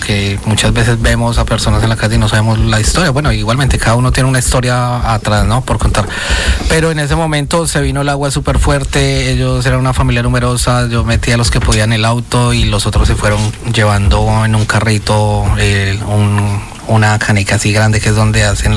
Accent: Bogotá, Bogotá Capital District, Colombia; Y yo, bajo mis experiencias de vida en Colombia, mi juventud, de donde vengo, nosotros venimos de un barrio súper humilde de Bogotá, no crecimos con nuestros padres con dinero, no, crecí al lado de unos padres que como muchos o pocos llegaron hace 40 años, invadieron un pedazo de tierra y ahí criaron a cuatro hijos

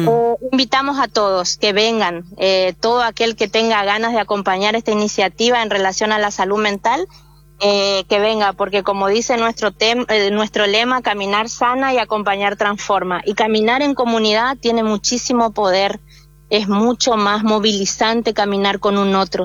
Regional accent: Buenos Aires, Argentina; also born or lived in Formosa; now in Itatí, Argentina; Yo soy porteña, pero la vida llevó a mi familia a Formosa. Entonces, en Formosa hay parte de mi familia, mi consultorio, y mi mamá está viviendo ahora en Itatí hace 4 años aproximadamente.

